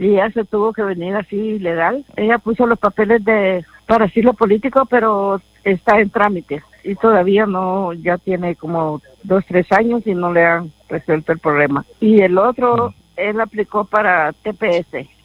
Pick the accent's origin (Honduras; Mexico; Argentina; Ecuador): Honduras; now in United States; Nosotros somos de Honduras. Yo ya soy ciudadana. Tengo 3 sobrinos acá en Estados Unidos, en Maryland.